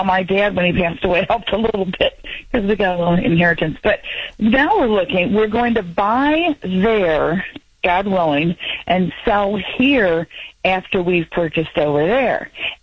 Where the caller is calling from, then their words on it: Saginaw, Michigan, United States; Our daughter's in Grand Rapids. We're in Saginaw. I mean, we're like 2.5 hours away